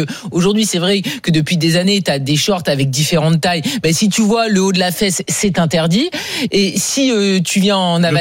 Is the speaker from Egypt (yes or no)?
no; south-east France, France; moved away; je viens du Sud, donc dans le Sud-Est, il fait très vite très chaud